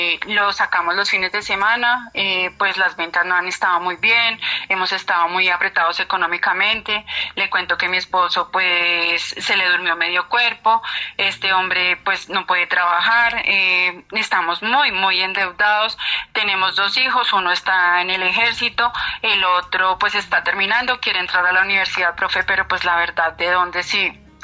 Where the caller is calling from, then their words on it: Ubaque, Cundinamarca, Colombia; lo estoy llamando desde Ubaque, Cundinamarca, lo visité en Bogotá